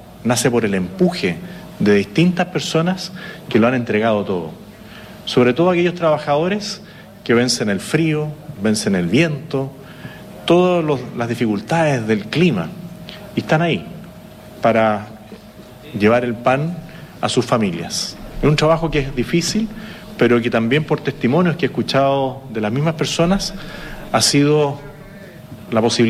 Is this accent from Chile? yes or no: yes; Chile